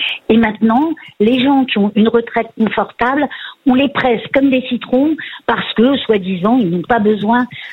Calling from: Hauts-de-France, France; J'habite le Nord.

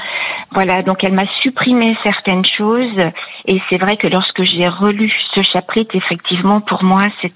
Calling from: Ambly-sur-Meuse, Grand Est, France; je vous appelle du département de la Meuse, à quelques kilomètres de Verdun.

